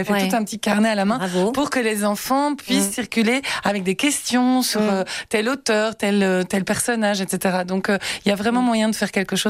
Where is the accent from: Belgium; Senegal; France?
Belgium; Brussels, Brussels-Capital Region; born there; Moi, je suis née à Bruxelles, donc je connais Bruxelles de gauche à droite, mais de différentes façons que des gens qui arrivent à Bruxelles.